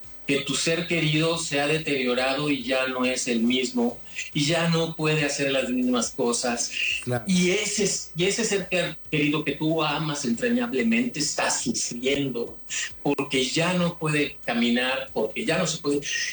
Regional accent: Poza Rica, Veracruz, Mexico; born there; Yo empecé pues en la escuela, porque yo nací en Poza Rica, Veracruz.

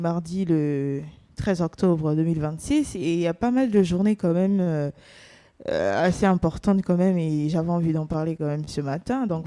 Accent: Gabon; chez nous au Gabon, à Libreville, pendant les fortes pluies, certains quartiers se retrouvent sous l'eau.

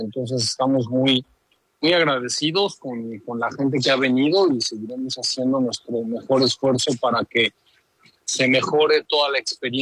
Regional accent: Mexico; nosotros como mexicanos

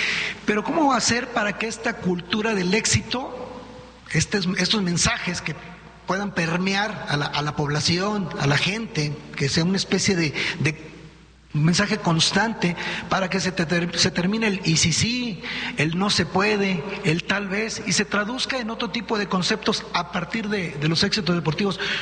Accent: Mexico

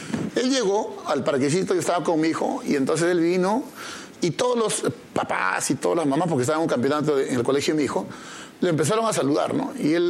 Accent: Comas, Lima, Peru; Yo nací en Coyique, en Comas, en la tercera zona.

